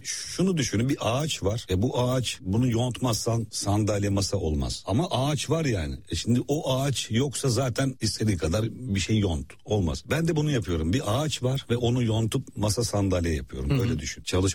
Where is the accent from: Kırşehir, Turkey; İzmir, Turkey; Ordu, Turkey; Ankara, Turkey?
Ordu, Turkey; moved away; Anadolu'da kendi memleketime gittim falan. Hı hı. Nereye? Ordu.